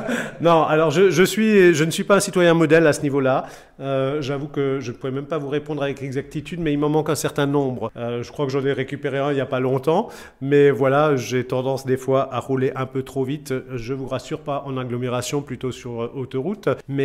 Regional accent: Matzenheim, Grand Est, France; j'ai 46 ans cette année. Voilà, je suis natif de Matzenheim.

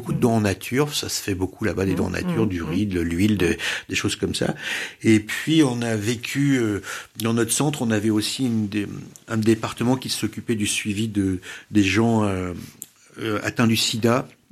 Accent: France; en tant que Français

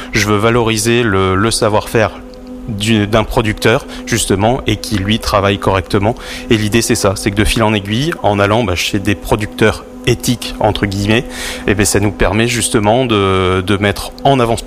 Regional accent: Saint-Pourçain-sur-Sioule, Auvergne-Rhône-Alpes, France; Je suis originaire de Saint-Pourçain, j'ai vu le vignoble Saint-Pourçinois se développer

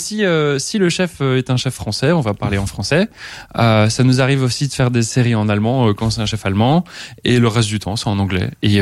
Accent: Grand Est, France; moved away as an adult; also born or lived in Paris, France; Je suis alsacien.

